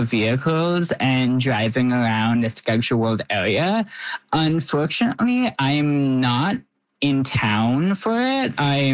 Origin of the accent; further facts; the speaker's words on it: Kahnawake, Quebec, Canada; I mean, I guess growing up, like in being around different people, a lot of people like either didn't really talk about being gay or it was like something that was like largely ignored.